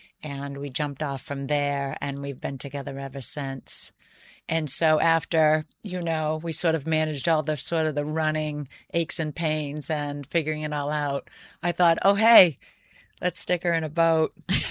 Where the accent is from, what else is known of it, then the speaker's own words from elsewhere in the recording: Tyngsborough, Massachusetts, United States; But we try to get to try on Wednesdays in my hometown in Tingsboro.